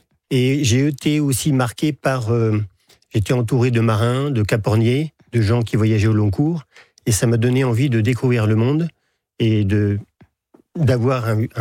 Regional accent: Étel, Brittany, France; mon enfance, en Bretagne. À Etel, dans un port, au bord de mer.

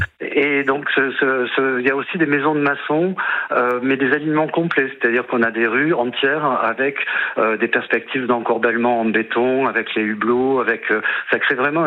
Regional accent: Toulouse, Occitanie, France; Je suis toulousain donc je parle sans crainte.

